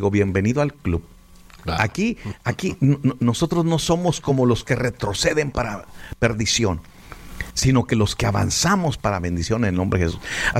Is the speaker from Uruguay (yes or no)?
no; Ciudad Juárez, Chihuahua, Mexico; Pero como soy mexicano, no me rajo. O sea, claro, los mexicanos ahí vamos a estar, ¡viva México!